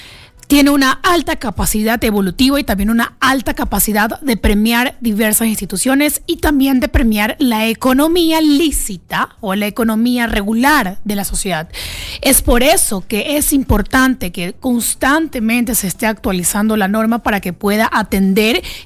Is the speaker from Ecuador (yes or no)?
yes; Ecuador; a nosotros como ecuatorianos